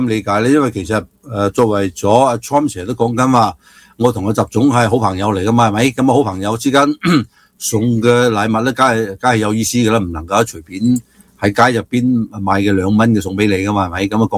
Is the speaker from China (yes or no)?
no; United States; 因為其實我作為美國人，我覺得唔好想要呢個大熊貓